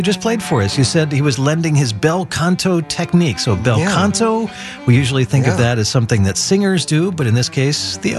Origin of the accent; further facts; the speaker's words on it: Portland, Oregon, United States; moved away as an adult; I grew up here in Portland, and I'm so happy to be back home